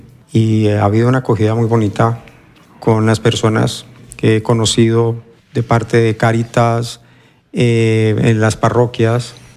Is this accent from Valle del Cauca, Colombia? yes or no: yes; Cali, Valle del Cauca, Colombia; moved away as an adult; now in Albacete, Spain; vengo de Cali, Colombia. Trabajo aquí en Albacete, en la empresa Decorans.